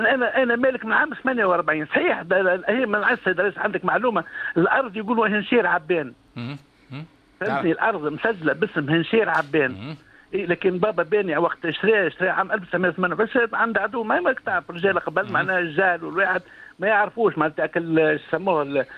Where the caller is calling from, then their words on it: Siliana, Tunisia; انا من سليانة.